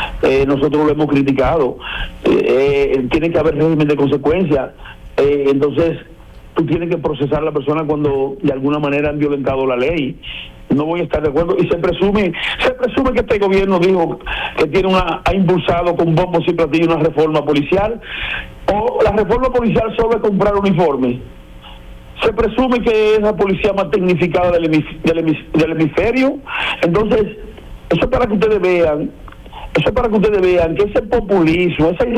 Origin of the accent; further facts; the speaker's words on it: Elías Piña, Dominican Republic; acuérdense que yo soy de Elías Piña